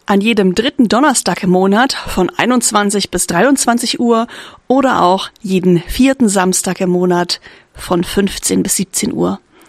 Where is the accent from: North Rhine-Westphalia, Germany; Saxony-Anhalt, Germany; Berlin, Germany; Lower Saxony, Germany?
Saxony-Anhalt, Germany; Magdeburg; Ich komme gebürtig aus Magdeburg.